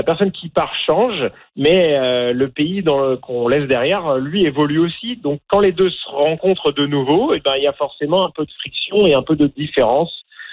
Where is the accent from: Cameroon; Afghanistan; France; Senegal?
France; accent: French of France; moved away as an adult; now in Canada; j'ai pas l'accent franco-canadien typique. J'ai un accent français de France. Pourtant, ça va faire 20 ans, plus de 20 ans que je vis au Canada